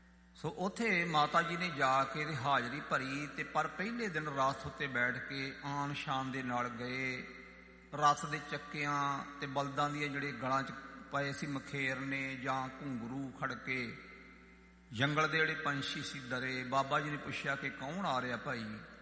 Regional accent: Punjab, India; ਇਹਨਾਂ ਦਾ ਭੂਰੇ ਕੋਨੇ ਮੇਰਾ ਪਿੰਡ ਝਾਮਕਾ ਮਾਣੋ ਚਾਲ, ਅਤੇ ਸਾਡੇ ਤੋਂ ਕੋਈ 10 ਕਿਲੋਮੀਟਰ 'ਤੇ ਝਬਾਲ, ਅਤੇ ਝਬਾਲ ਤੋਂ 1 ਕਿਲੋਮੀਟਰ ਅੱਗੇ ਬਾਬਾ ਬੁੱਢਾ ਸਾਹਿਬ ਦੀ ਬੀੜ।

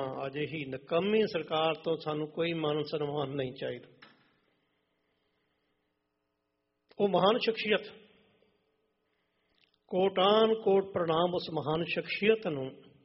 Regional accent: Bhogpur, Punjab, India; ਅਸੀਂ ਖੁਦ ਪੀਤਾ ਹੈ। ਭੋਗਪੁਰ ਮੇਰਾ ਇਲਾਕਾ ਹੈ ਅਤੇ ਪਾਣੀ ਬੜਾ ਸੀ, ਬਰਸਾਤਾਂ 'ਚ ਖੂਹਾਂ ਵਿੱਚੋਂ ਪਾਣੀ ਵਗਣ ਲੱਗ ਪੈਂਦਾ ਸੀ

